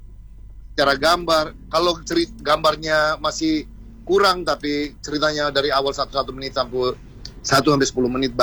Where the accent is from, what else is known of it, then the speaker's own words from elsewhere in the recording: Sorong, Southwest Papua, Indonesia; Karena memang kebetulan saya juga memang dari Papua, dari Sorong.